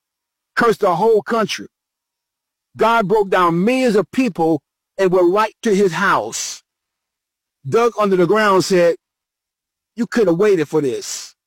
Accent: New Jersey, United States; I'm from New Jersey.

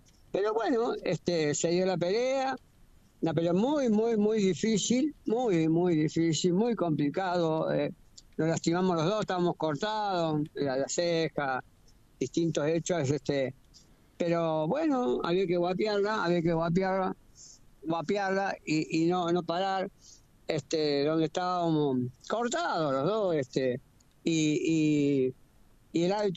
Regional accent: Córdoba, Argentina; soy el primer boxeador argentino, campeón del mundo en doble categoría, el primero y soy de Córdoba

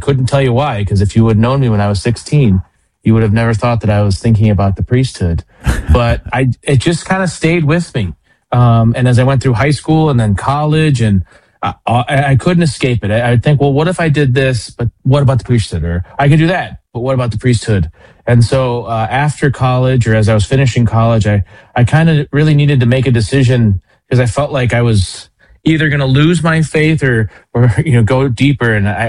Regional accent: St. Louis, Missouri, United States; And discovered that there were Dominicans in my hometown of St. Louis, wanted to be in the Midwest

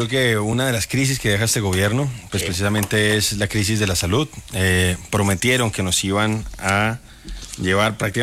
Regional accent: Bogotá, Colombia; Bogotano.

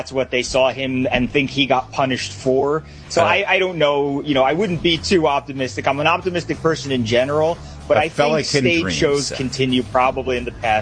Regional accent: New Jersey, United States; Look, I grew up in New Jersey, and I am I hold conservative political beliefs, and I'm an Orthodox Jew who's pro-Israel.

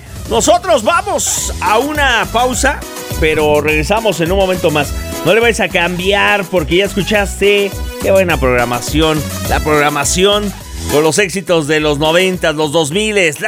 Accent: Nezahualcóyotl, State of Mexico, Mexico; paisanos de Neza. Yo soy de la Benito Juárez, pero pues conozco mi municipio.

